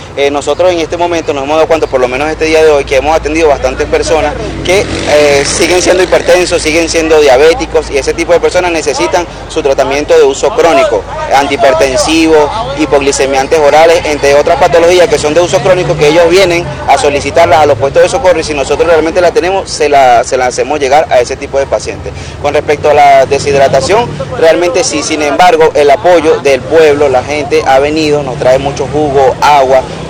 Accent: Venezuela; me llena de orgullo ser venezolano

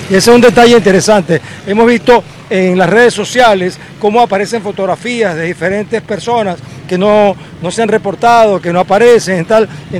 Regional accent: Venezuela; las venezolanas y venezolanos estamos actuando en un momento de crisis.

